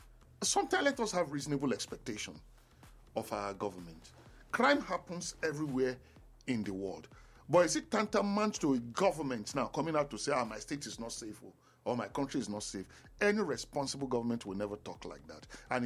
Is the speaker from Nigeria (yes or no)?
yes; Nigeria; I'm a Nigerian.